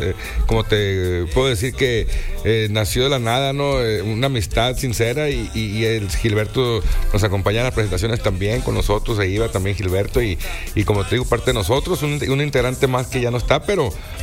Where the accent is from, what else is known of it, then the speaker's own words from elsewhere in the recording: Badiraguato, Sinaloa, Mexico; born there; Somos originarios de Sinaloa, de un pueblo, de un rancho que se llama San José del Barranco, Badiraguato. De ahí viene el nombre de … Nuestros papás son de ahí